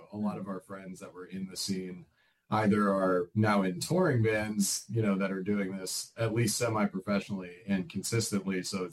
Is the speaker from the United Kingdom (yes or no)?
no; Bay Area, California, United States; now in Sacramento, United States; We grew up in the Bay Area. John still lives there. I live in Sacramento now.